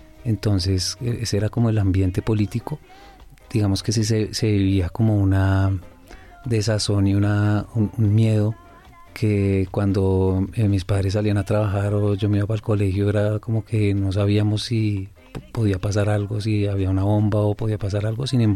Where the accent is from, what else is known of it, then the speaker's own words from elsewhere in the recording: Bogotá, Bogotá D.C., Colombia; Yo nací en la ciudad de Bogotá. Mis padres también bogotanos, mi mamá familia bayuna caleña y bueno, sí, 100% rolo, pero también calentano de ratos, no me amaño en el frío, pero me encanta Bogotá.